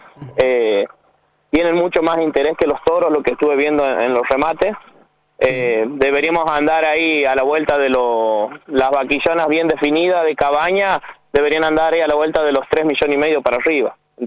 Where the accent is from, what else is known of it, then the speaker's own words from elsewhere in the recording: Malbrán, Santiago del Estero, Argentina; yo soy acá, oriundo de Malbrán, vivo acá